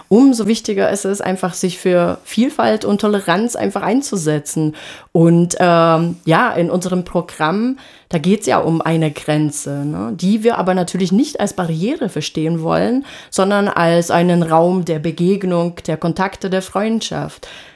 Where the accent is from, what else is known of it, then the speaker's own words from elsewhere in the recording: Ostrava, Moravian-Silesian Region, Czechia; moved away; Ich komme aber auch aus dem Dreiländereck, darf man nicht vergessen. Ich komme aus Ostrava, da war das für mich selbstverständlich. In die Slowakei ist es nicht, weil... Und wir haben polnisches Fernsehen geguckt, also haben wir auch Polnisch verstanden.